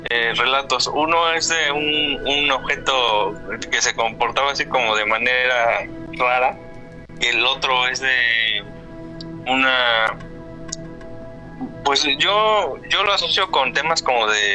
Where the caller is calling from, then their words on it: Puebla, Mexico; Somos de Puebla